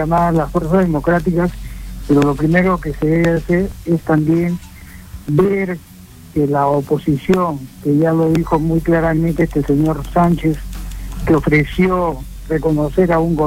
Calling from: Lima, Peru; de Surco.

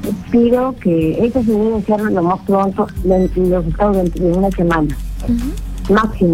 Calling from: Talara, Piura, Peru; Estoy llamando de la ciudad de Talara.

